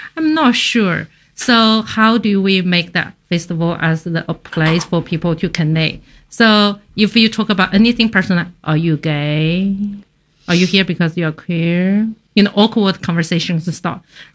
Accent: Sichuan, China; so hot pot, for me, I'm from Sichuan. It's the province where invented hot pot. Very proud.

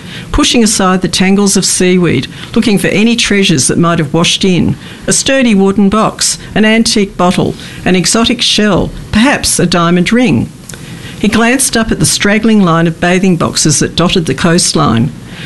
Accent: Australia; being an Australian

